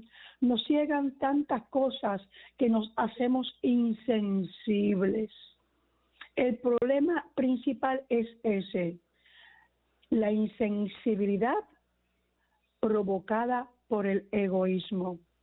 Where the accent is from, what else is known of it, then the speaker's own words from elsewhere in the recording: Puerto Rico; nuestra esencia como puertorriqueños, como cristianos.